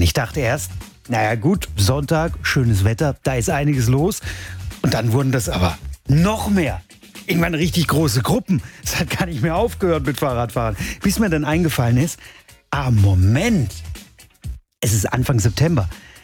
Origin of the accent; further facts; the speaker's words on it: Baden-Württemberg, Germany; heute Morgen bin ich aus meiner Heimat, also aus dem Nordschwarzwald, hierher gefahren nach Offenburg.